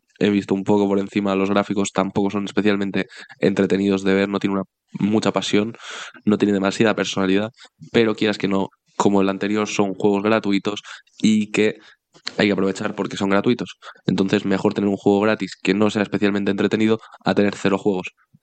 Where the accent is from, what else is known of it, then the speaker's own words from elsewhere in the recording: Spain; somos españoles, habrá que decirlo en nuestro idioma y no en inglés.